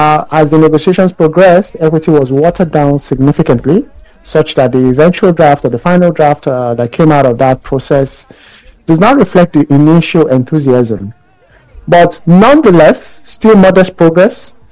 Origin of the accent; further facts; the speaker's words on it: Nigeria; now in Canada; I am a true Nigerian.